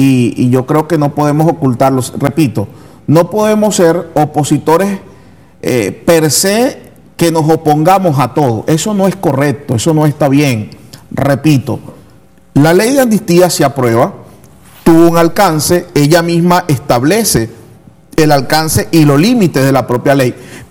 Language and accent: Spanish; Venezuela